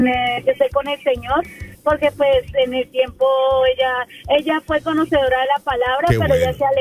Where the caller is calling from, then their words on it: Fort Lauderdale, Florida, United States; Yo vivo en Fort Lauderdale, en este momento estoy por Támara.